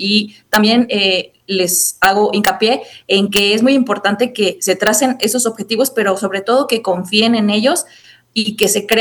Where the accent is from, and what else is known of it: Mexico